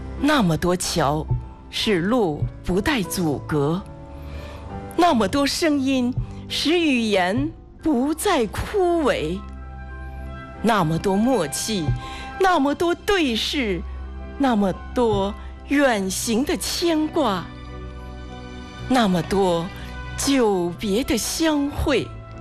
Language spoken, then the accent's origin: Chinese; Hebei, China; 因为我们都是生于斯，长于斯，我们都是河北人